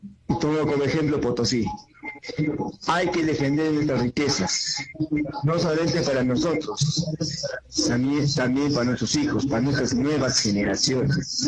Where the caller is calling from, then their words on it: Juliaca, Puno, Peru; desde Juliaca.